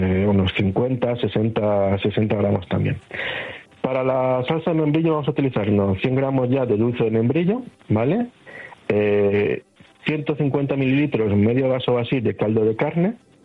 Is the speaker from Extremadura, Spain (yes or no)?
yes; Extremadura, Spain; Porque es una receta que va a utilizar productos típicos de mi tierra de Extremadura